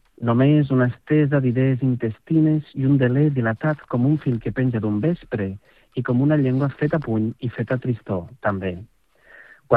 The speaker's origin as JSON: {"language": "Catalan", "region": "Catalonia", "country": "Spain", "said": "jo soc de Ponent i hi ha un paisatge de Terra Baixa que em ressona molt"}